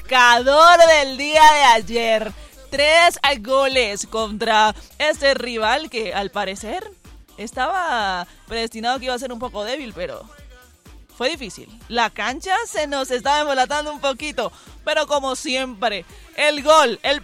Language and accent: Spanish; Colombia; como colombianos que somos.